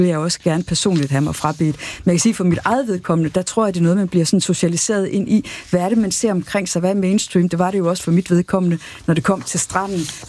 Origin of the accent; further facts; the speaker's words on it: Aarhus, Central Denmark Region, Denmark; Jeg er opvokset i Risskov, tæt på stranden.